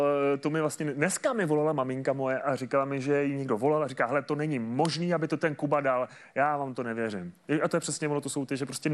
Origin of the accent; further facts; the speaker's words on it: Pardubice, Pardubice Region, Czechia; Já jsem z Pardubic